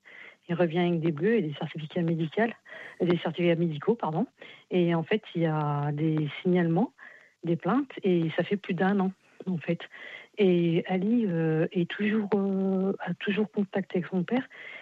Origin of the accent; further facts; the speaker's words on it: Viriat, Auvergne-Rhône-Alpes, France; Je vous appelle dans l'Ain, je suis de Viriat.